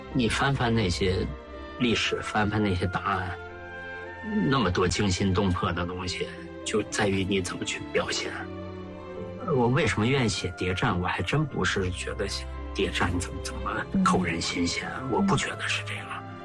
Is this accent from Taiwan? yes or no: no; Heilongjiang, China; 就因为我本身是黑龙江人嘛，小时候文目睹，我对那块土地特别熟悉嘛